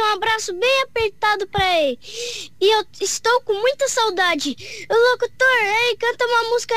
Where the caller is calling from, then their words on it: Porangaba, São Paulo, Brazil; eu sou de Porangaba